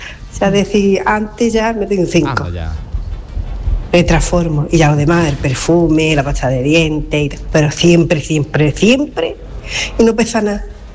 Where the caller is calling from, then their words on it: Algeciras, Andalusia, Spain; de Algeciras.